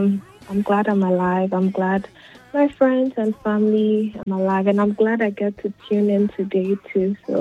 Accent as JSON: {"language": "English", "country": "Ghana", "moved": "yes", "lives_now": "Columbia, Missouri, United States", "said": "I'm originally from Ghana. I'm a proud Ghanaian. Ghana is located in West Africa."}